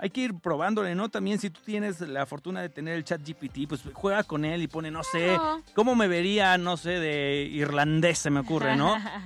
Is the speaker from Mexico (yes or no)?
yes; Mexico; en México estamos celebrando las fiestas patrias